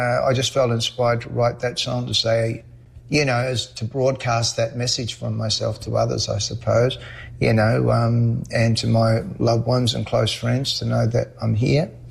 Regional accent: Queensland, Australia; on September 18th, in Queensland, of all places, very near to my hometown.

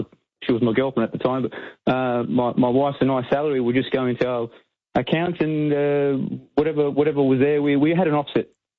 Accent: Port Melbourne, Victoria, Australia; I grew up in the 80s in Port Melbourne, so the inner suburbs are very working class when I grew up in Port Melbourne.

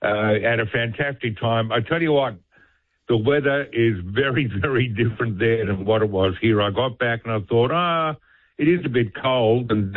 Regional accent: Australia; You can't stand there and go through life as an Australian, learning about the importance of that battle

